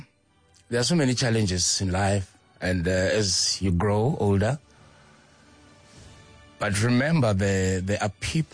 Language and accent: English; Soweto, Gauteng, South Africa; When I was growing up in Soweto, signed for Kaizer Chiefs